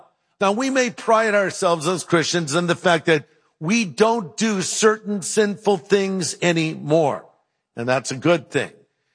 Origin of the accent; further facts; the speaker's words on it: California, United States; I'm from California.